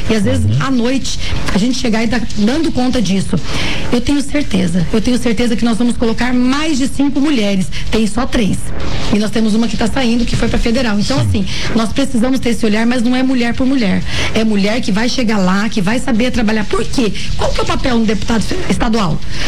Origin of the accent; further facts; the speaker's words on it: Brazil; born there; Morei na Coab, sou a Coab que tá me escutando aqui, estudei no Tia Olívia. Eu sou uma mulher que eu venho de baixo